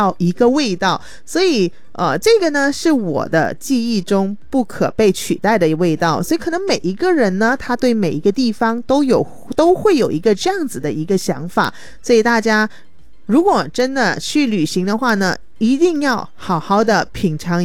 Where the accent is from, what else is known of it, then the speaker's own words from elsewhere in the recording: Sabah, Malaysia; 虽然我们沙巴这边是盛产海鲜的嘛，